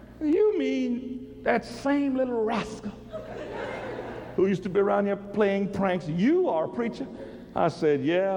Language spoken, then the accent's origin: English; Mobile, Alabama, United States; moved away; I go back to my hometown. I was born in Mobile, Alabama.